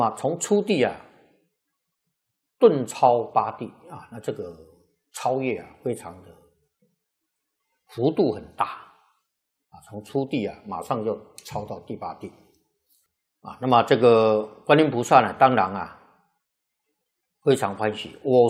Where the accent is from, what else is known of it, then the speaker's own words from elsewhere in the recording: Taiwan; 跟我们台湾人口差不多